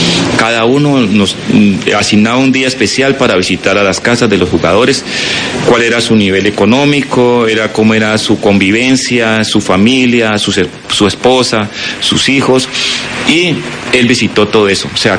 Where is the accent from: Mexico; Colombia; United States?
Colombia; Candelaria, Valle del Cauca; also born or lived in Cali; ahorita estamos acá en Candelaria nuevamente. Es mi pueblo, donde yo nací, me crié, estoy con mi gente, mi familia